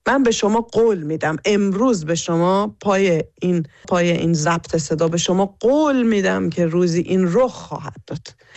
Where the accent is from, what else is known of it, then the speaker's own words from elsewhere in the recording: Iran; moved away; داره دو سال میشه که از شهریور دیگه میشه دو سال که من از ایران اومدم بیرون و از اون فضا دور شدم.